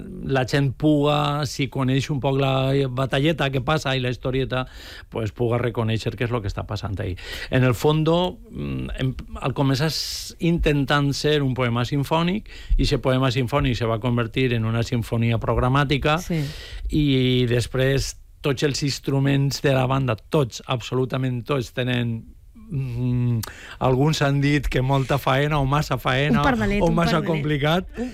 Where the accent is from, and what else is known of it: Guadassuar, Valencian Community, Spain